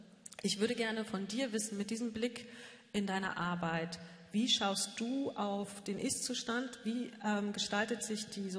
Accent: Wernigerode, Saxony-Anhalt, Germany; moved away; Mich hat vor 20 Jahren das Thema rechte Gewalt aus Wernigerode weggebracht, meine Heimat.

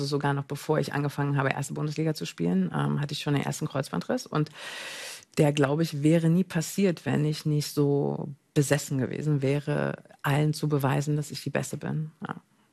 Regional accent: East Germany, Germany; Ich komme aus dem Osten. Du bist was, wenn du leistest.

